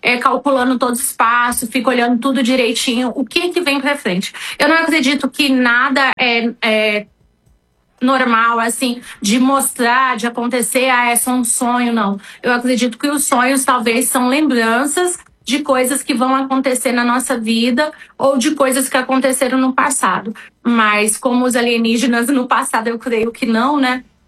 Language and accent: Portuguese; Santa Catarina, Brazil; que nós somos de Santa Catarina